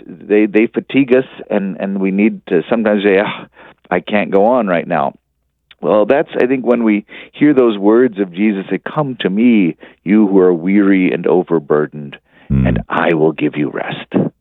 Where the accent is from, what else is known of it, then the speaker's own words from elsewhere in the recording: Texas, United States; I grew up in the Bible Belt in Texas, and so I had a lot of Baptist friends growing up